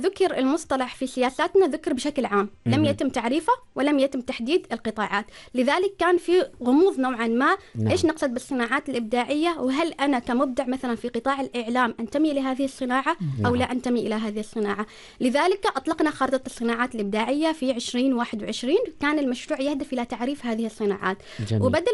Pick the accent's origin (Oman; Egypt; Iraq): Oman; عندنا في سلطنة عمان